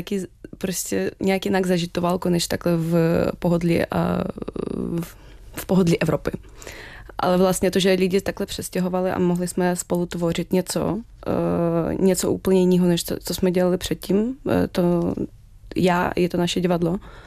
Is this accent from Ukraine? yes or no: yes; Ukraine; Czech is a second language; now in Prague, Czechia; I já doufám, že i tady v Praze vzniká z toho druhý domov. Takže určitě jsem Ukrajinka